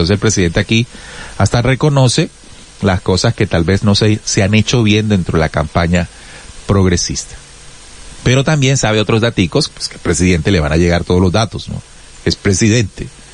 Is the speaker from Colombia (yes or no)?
yes; Caribbean Region, Colombia; born there; yo soy costeño, yo vivo acá en la costa, nací acá.